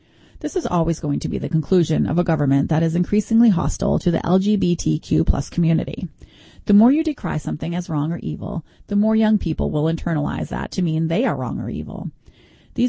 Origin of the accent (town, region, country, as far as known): North Carolina, United States; born or raised there